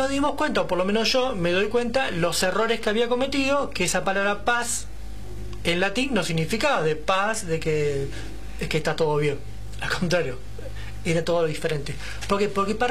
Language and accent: Spanish; Quilmes, Buenos Aires Province, Argentina; soy de Quilmes